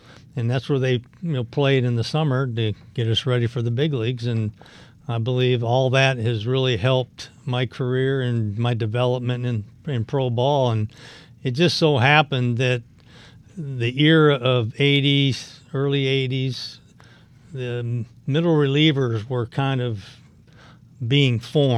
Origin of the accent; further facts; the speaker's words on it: Los Alamitos, California, United States; also born or lived in Lynwood, California; I grew up in Los Alamitos. I was born in Linwood, California. I went to Los Alamitos High School